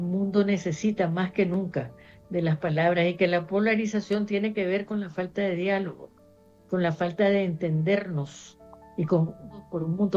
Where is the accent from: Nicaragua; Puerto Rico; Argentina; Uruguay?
Nicaragua; moved away; soy la primera mujer centroamericana que gana este premio, la primera persona de Nicaragua